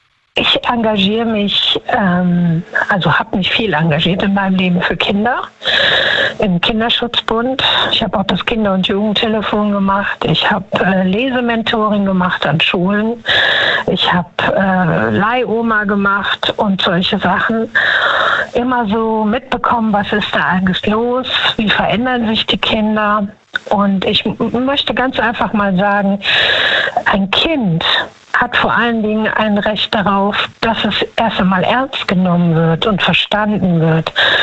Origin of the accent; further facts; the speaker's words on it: Düsseldorf, North Rhine-Westphalia, Germany; Hallo aus NRW.